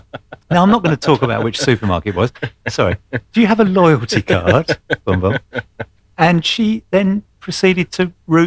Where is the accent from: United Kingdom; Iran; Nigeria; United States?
United Kingdom; England; we're very English, aren't we?